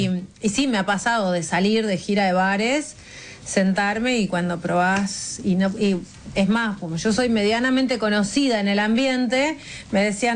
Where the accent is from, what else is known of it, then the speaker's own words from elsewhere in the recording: Buenos Aires, Argentina; born there; mis papás son de Jujuy, yo nací en Buenos Aires